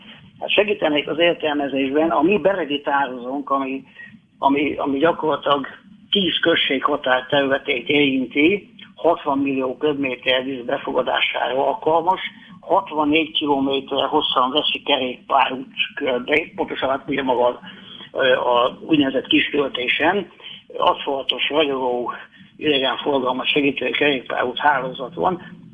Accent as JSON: {"language": "Hungarian", "country": "Hungary", "tie": "born there"}